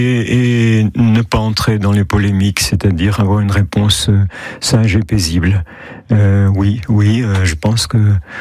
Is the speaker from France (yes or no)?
yes; France; particulièrement chez nous en France.